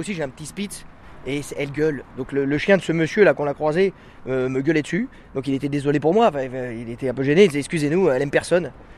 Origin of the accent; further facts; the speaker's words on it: western France, France; moi je suis de l'Ouest.